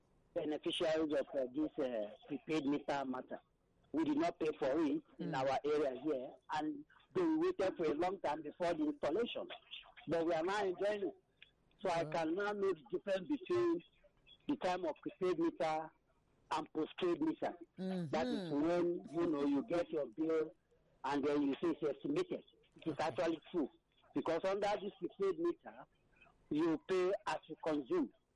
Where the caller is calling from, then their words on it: Abaranje, Ikotun, Lagos, Nigeria; I'm calling from Abaraje, Nikotu.